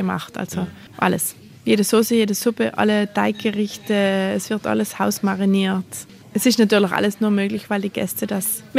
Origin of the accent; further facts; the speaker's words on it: Trentino-Alto Adige, Italy; first language German; Aber Muttersprache ist Deutsch und im Herzen sind wir Tiroler.